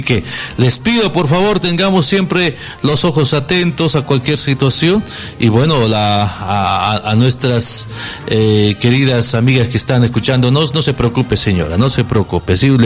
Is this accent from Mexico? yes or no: no; Bolivia